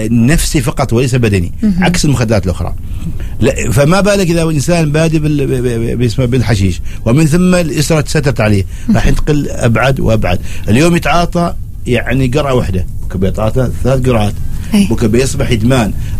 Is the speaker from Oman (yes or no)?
yes; Oman; عندنا في سلطنة عمان